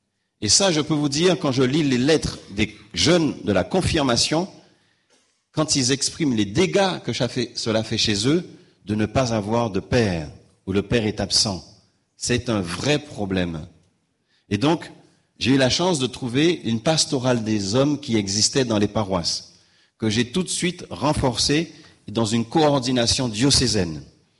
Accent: Guadeloupe; Chez nous, en Guadeloupe

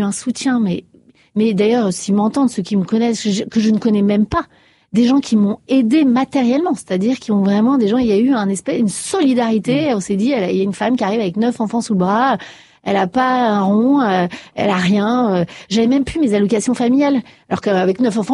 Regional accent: Paris, Île-de-France, France; moi je suis parisienne, on râle beaucoup, les gens sont pas sympas parfois dans le métro

